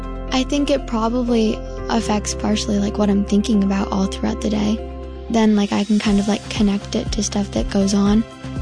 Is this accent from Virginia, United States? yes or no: no; St. Albans, Vermont, United States; from St. Albans.